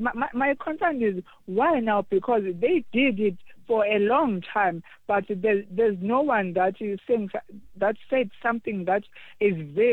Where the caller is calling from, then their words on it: South Africa; we are in this situation right now as a South African.